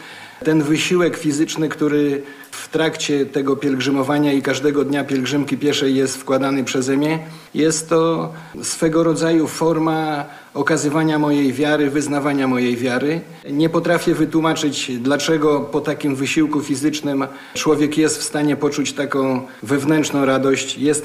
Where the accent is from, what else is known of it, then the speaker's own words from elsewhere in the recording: Ciechanów, Masovian Voivodeship, Poland; Pochodzę z Ciechanowa i tam mieszkam, to można powiedzieć, że święty Stanisław to taki mój ziomek, bo praktycznie niecałe 20 km od mojej miejscowości jest Rostkowo.